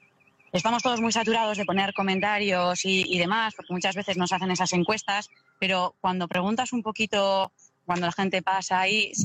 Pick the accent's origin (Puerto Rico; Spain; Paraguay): Spain; Deba, Basque Country; born there; La familia es yo nací en Deva y casi todo el tiempo lo estoy en Zumaya.